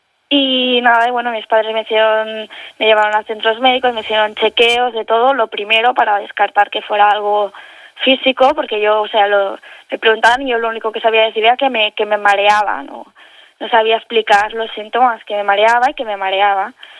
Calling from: Montgat, Catalonia, Spain; aquí en mi pueblo. Yo vivo en Montgat.

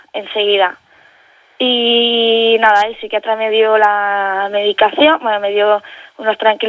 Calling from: Montgat, Catalonia, Spain; aquí en mi pueblo. Yo vivo en Montgat.

